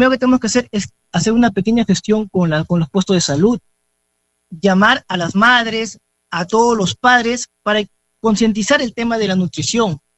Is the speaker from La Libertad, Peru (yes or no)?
yes; Marmot district, La Libertad, Peru; moved away as an adult; yo he estudiado acá en el distrito de Marmot, toda la primaria particularmente. Yo soy netamente de acá del distrito. Posteriormente, me fui a la ciudad a continuar con mi carrera profesional